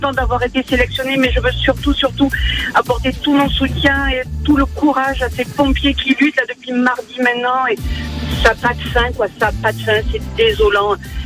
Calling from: Saint-Maximin-la-Sainte-Baume, Provence-Alpes-Côte d'Azur, France; J'habite à Saint-Maximin.

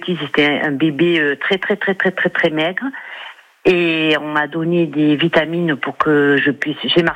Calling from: Roquevaire, Provence-Alpes-Côte d'Azur, France; moi je suis à Roquevert.

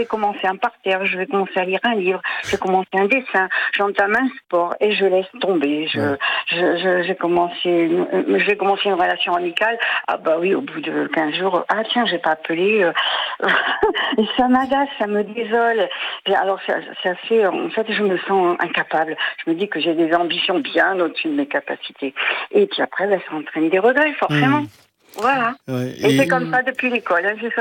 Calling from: Occitanie, France

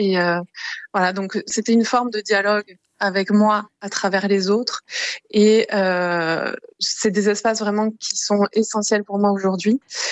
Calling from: Toulouse, Occitanie, France; Je vous appelle de Toulouse.

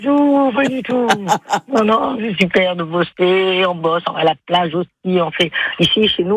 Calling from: Ajaccio, Corsica, France; D'Ajaccio.

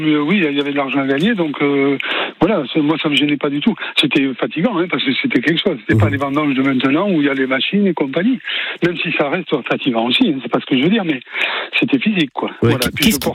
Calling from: Nouvelle-Aquitaine, France; Je suis dans le Médoc, là. Je suis à Végadon.

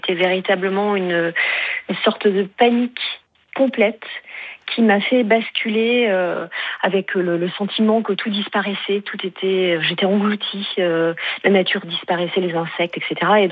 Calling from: Bordeaux, Nouvelle-Aquitaine, France; Moi, je suis de Bordeaux, donc j'ai vécu en direct le premier incendie de 2022

